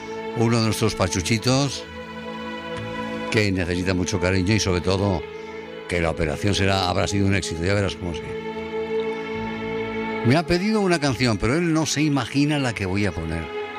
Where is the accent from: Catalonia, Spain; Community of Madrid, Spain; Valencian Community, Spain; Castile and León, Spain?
Catalonia, Spain; Esplugues de Llobregat; De crío, en Barcelona, en Esplugas de Llobregat